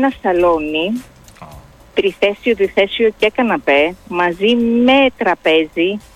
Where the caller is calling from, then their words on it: Ilioupoli, Attica, Greece; από Ηλιούπολη.